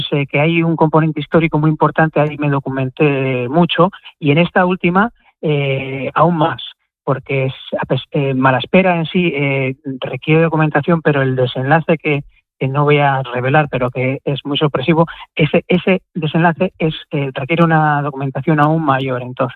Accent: Bilbao, Basque Country, Spain; yo soy bilbaíno de siempre

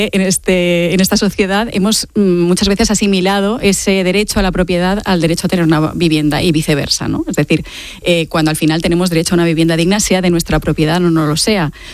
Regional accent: Balearic Islands, Spain; now in Barcelona, Spain

